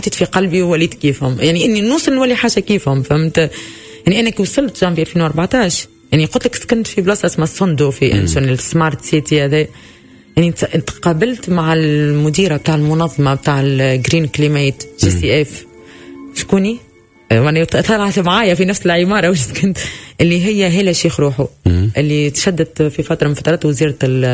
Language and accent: Arabic; Tunisia; moved away as an adult; now in South Korea; انا كتونسيه معناها كتونسيه